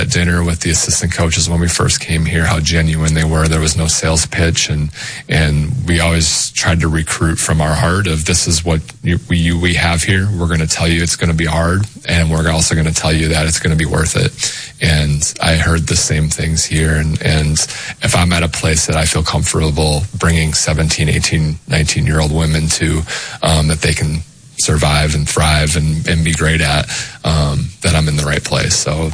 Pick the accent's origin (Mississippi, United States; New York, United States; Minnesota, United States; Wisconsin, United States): Wisconsin, United States; moved away as an adult; now in Nebraska, United States; I grew up in Wisconsin. I lived in Wisconsin my whole life.